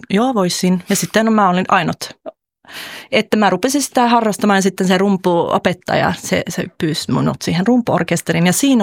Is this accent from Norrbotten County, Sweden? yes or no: no; Gothenburg, Västra Götaland, Sweden; moved away; tämä bändi on Göteborgista, missä mä oon kotoisin.